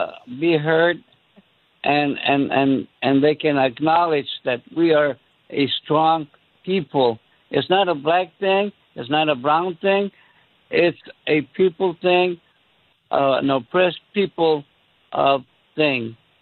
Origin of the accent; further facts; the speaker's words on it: Texas, United States; And I'm from the South myself, from Texas. And I remember when my parents had to pay the poll tax back in the mid-50s.